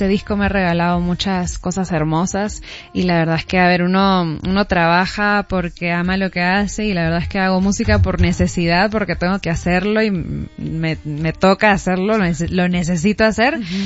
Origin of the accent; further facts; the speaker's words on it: Peru; moved away; aterrizando en mi país, en Lima.